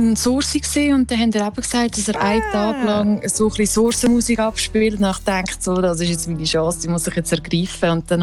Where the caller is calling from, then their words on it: Lucerne, Switzerland; ich komme eben aus Luzern